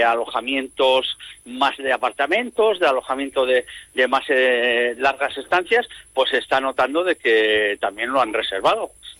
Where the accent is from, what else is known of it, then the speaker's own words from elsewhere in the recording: La Rioja, Spain; Somos una comunidad tan pequeñita que da lo mismo estar en Ezcaray que está en Arnedillo